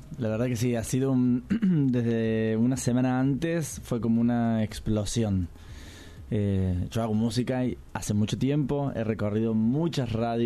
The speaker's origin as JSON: {"language": "Spanish", "region": "Córdoba", "country": "Argentina", "said": "soy de Argüello, vivo en Argüello, tengo mi casa en Argüello."}